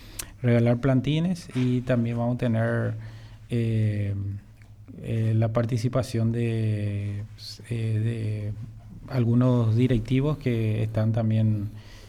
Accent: Misiones, Paraguay; moved away as an adult; now in Pilar, Paraguay; yo soy el único funcionario en el departamento que no soy de Pilar, soy de Misiones, pero ya me siento ya pilarense, ya hace 10 años de que se inició la cooperativa

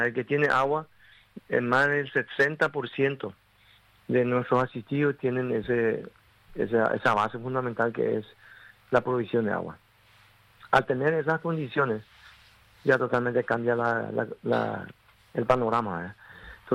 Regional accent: Paraguay

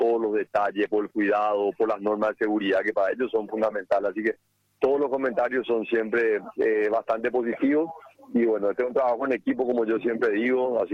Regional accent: Paraguay

